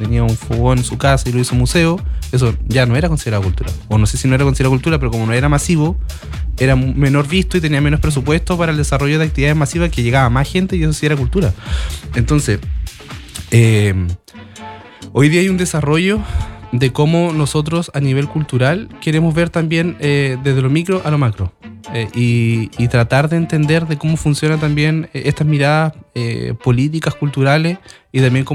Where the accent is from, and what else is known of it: Castro, Los Lagos, Chile; born or raised there